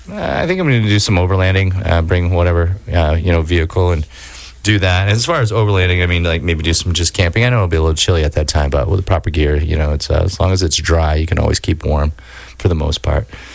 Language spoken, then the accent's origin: English; Maine, United States; now in Rangeley, Maine, United States; You know, I grew up in Maine, and but being from southern Maine is a little bit different.